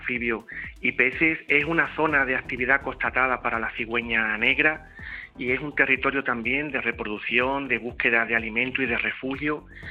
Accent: Escacena del Campo, Andalusia, Spain; el término municipal de Escacena del Campo, en mi pueblo

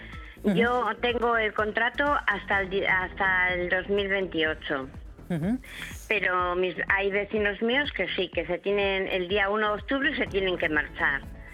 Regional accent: Erandio, Basque Country, Spain; yo tengo toda una vida aquí. Luego, Erandio, vamos, es mi pueblo de siempre, de mis antepasados, de toda una vida

